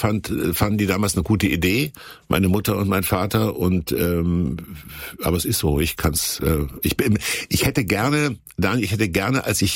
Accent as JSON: {"language": "German", "town": "Kassel", "region": "Hesse", "country": "Germany", "tie": "born there", "said": "Und nun gibt es aber auch Menschen aus meiner Geburtsstadt Kassel, die woanders wieder sehr tiefe Wurzeln genommen haben."}